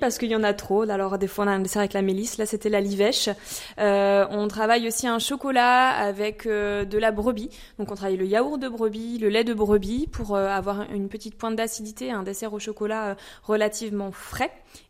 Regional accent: Bourgogne-Franche-Comté, France; moved away as an adult; je suis originaire de Franche-Comté

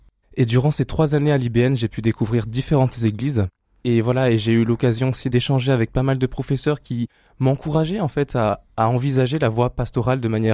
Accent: French Polynesia; Je viens de Tahiti, de la Polynésie française, j'ai 29 ans, je suis marié et j'ai un enfant qui a 7 mois.

